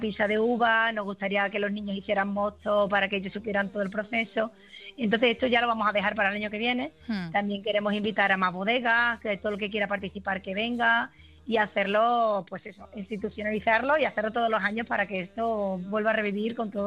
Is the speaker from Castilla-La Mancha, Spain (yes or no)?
no; Chipiona, Andalusia, Spain; moved away as an adult; now in Mérida, Spain; Llevo 12 años aquí, pero yo soy realmente soy original de Escipiona.